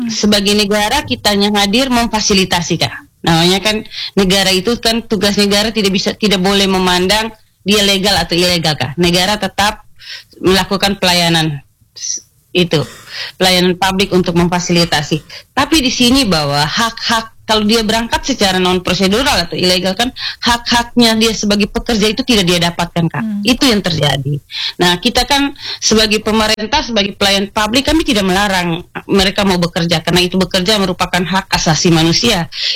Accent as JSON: {"language": "Indonesian", "area": "Flores", "region": "East Nusa Tenggara", "country": "Indonesia", "said": "kita orang Flores"}